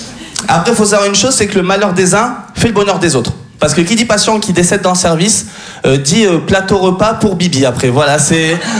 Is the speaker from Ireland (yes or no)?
no; France; Je suis français d'origine tunisienne, parce qu'en fait, ma mère est française